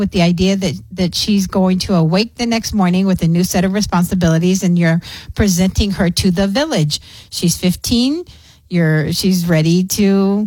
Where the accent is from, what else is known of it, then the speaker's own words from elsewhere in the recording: El Paso, Texas, United States; So I was born and raised here in El Paso.